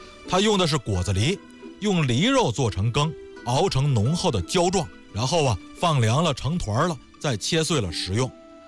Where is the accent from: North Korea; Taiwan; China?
China; Tangshan, Hebei; moved away; 我们老家唐山